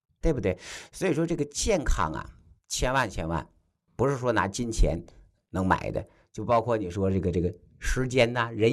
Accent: China; 那我们中国人有没有自己的医生啊？

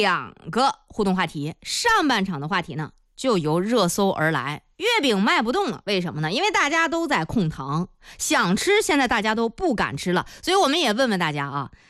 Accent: Zhengding, Hebei, China; accent: Zhengding Mandarin; 我们正定人也说普通话，但是我们那个普通话吧说的吧，你一听就是正定普通话

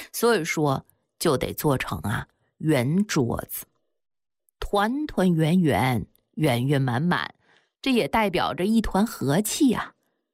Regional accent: China; 我们中国人老祖宗

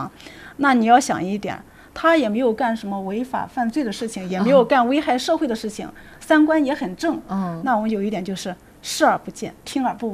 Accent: Xi'an, Shaanxi, China; moved away; 在我们西安那边

